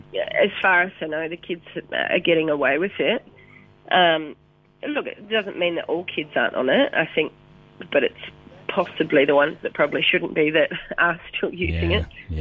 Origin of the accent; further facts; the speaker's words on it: Ashburton, Canterbury, New Zealand; moved away as an adult; now in Australia; I grew up in Ashburton, so I went to Ashburton College and then studied at Lincoln